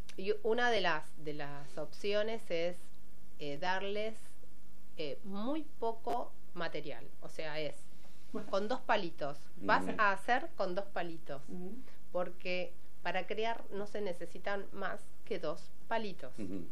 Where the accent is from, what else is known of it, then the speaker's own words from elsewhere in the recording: Buenos Aires Province, Argentina; Este es el barrio donde yo nací, fui a la escuela 84, fui abanderada de la escuela 84, y al jardincito que está por acá.